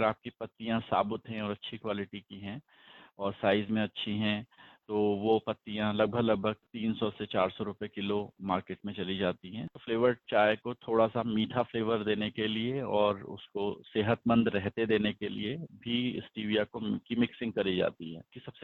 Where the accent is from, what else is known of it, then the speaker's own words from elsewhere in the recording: Haldwani, Uttarakhand, India; मैं उत्तराखंड के हल्द्वानी से बिलोंग करता हूँ